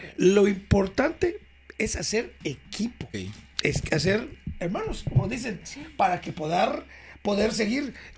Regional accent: Yucatán, Mexico; para nosotros como yucatecos

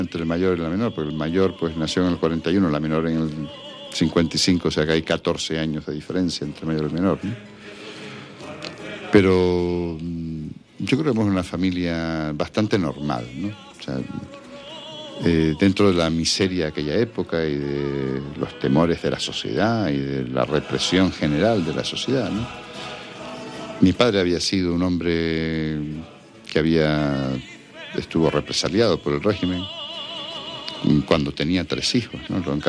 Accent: San Cristóbal de La Laguna, Canary Islands, Spain; also born or lived in Santa Cruz de Tenerife; Nací en La Laguna. Nací en La Laguna. Aquí pasé hasta los 15 años. Que mi familia fue a vivir a Santa Cruz por un problema de salud de mi padre. Pero siempre he estado muy vinculado a La Laguna, incluso cuando vivía en Santa Cruz.

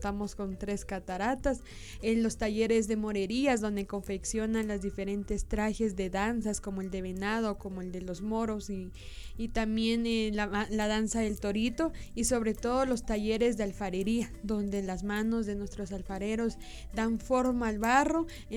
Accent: San Cristóbal Totonicapán, Totonicapán, Guatemala; mi pueblo también ha caminado conmigo y ha creído en una hija predilecta del municipio.

